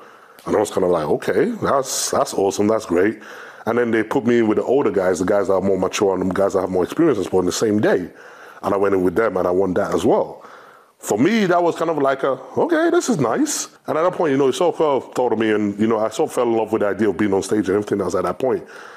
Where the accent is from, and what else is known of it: Nigeria